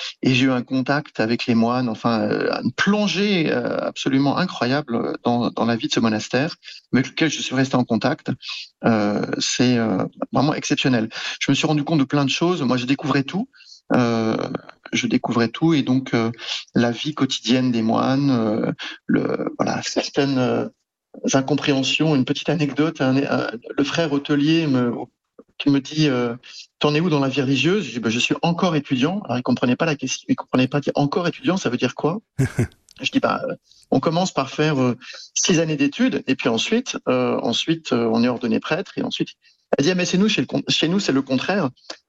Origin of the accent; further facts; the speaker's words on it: Angers, Pays de la Loire, France; moved away as an adult; also born or lived in Japan; now in Cairo, Egypt; je suis originaire d'Angers, en l'ouest de la France. J'ai fait des études jusqu'au bac, là-bas.